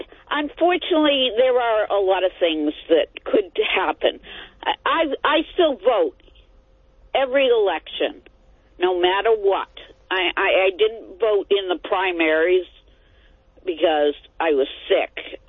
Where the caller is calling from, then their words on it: Leominster, Massachusetts, United States; Hi. I'm a Republican from Massachusetts. That says a lot.